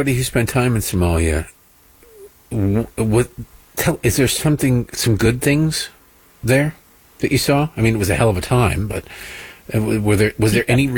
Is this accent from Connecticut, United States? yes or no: no; Detroit, Michigan, United States; also born or lived in Dearborn; I grew up in Detroit and lived for a time in Dearborn.